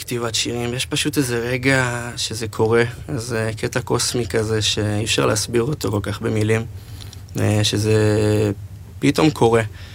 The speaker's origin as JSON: {"language": "Hebrew", "town": "Pardes Hanna-Karkur", "region": "Haifa District", "country": "Israel", "said": "מפרדס חנה כרכור, אני בן 21... כן, 21."}